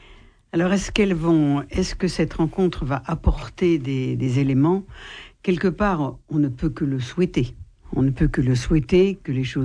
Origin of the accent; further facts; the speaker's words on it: Morocco; born there; moi je suis née au Maroc